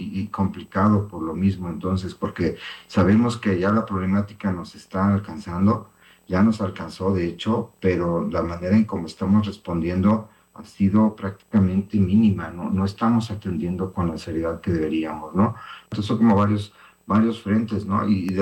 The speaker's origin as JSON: {"language": "Spanish", "town": "Xalapa", "region": "Veracruz", "country": "Mexico", "said": "temperaturas que no habíamos vivido en los que somos de aquí de Jalapa"}